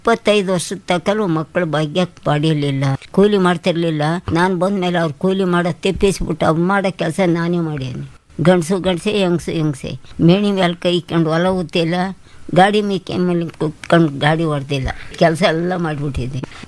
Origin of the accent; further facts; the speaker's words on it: Hosahalli, Karnataka, India; ಗುಬ್ಬಿ ಹೊಸಳ್ಳಿ ತಾಲೂಕಿನಲ್ಲಿ ನಾವು ಹುಟ್ಟಿ ಬೆಳೆದಿದ್ದು.